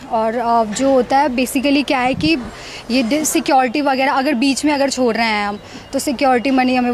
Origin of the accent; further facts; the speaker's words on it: Patna, Bihar, India; Sir, ma'am, I am from Bihar, Patna.